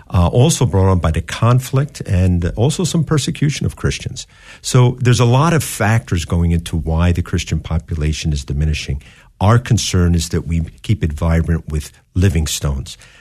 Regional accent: United States; I am from the United States, U.S. province

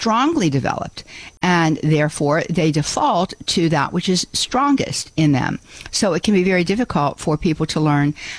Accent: Pittsburgh, Pennsylvania, United States; accent: Pittsburgh

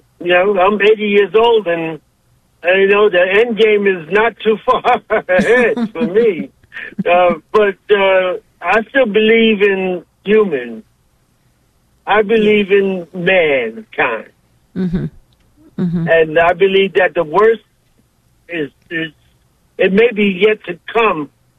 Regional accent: Brooklyn, New York, United States; I was raised Catholic in the Catholic Church

